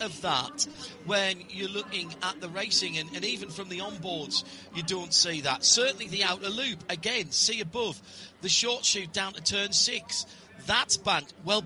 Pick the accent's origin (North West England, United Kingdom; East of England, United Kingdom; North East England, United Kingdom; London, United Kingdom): North East England, United Kingdom; Sunderland; my hometown of Sunderland